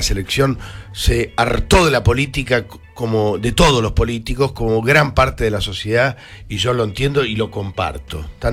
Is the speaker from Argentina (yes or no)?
yes; Argentina; imagínate que yo soy, como todo argentino, eterno agradecido a Messi.